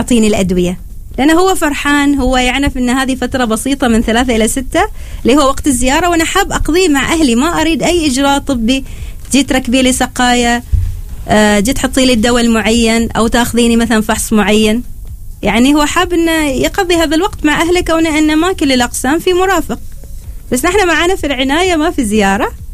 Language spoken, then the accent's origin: Arabic; Oman; فنحن كعمانيين